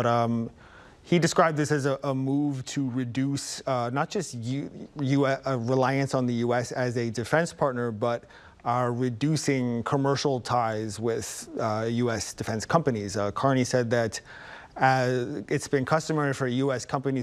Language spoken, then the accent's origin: English; Canada; moved away; as a Canadian myself, having grown up there